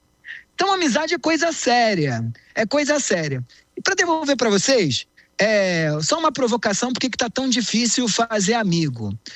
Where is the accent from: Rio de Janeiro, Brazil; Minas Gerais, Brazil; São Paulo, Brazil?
Rio de Janeiro, Brazil; E eu venho de uma cidade, né? Eu sou carioca. Uhum. Eu venho de uma cidade onde os amigos são compartimentados, assim.